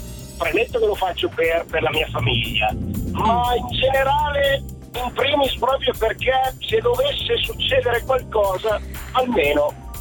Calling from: Stradella, Lombardy, Italy; Sono di Stradella, un paesino in provincia di Mantova.

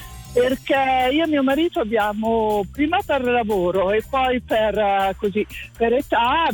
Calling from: Sesto San Giovanni, Lombardy, Italy; Chiamo da Sesto San Giovanni. Caldamente, da Sesto San Giovanni.

